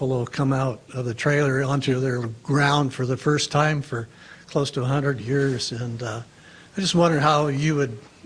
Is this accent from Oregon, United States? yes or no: yes; Canby, Oregon, United States; Yeah, I'm from Canby, Oregon, just south of Portland.